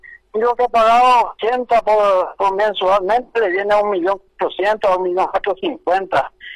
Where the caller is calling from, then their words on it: Paraguay; como ciudadanos paraguayos